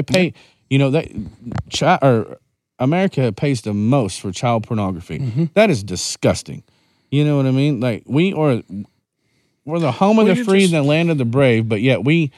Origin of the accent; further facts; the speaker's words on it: United States